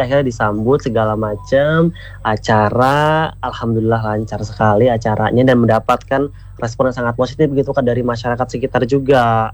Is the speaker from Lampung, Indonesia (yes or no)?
yes; Lampung, Indonesia; di desa saya Kak, di Pekon Ras, Kecamatan Semangat, Kabupaten Tanggamus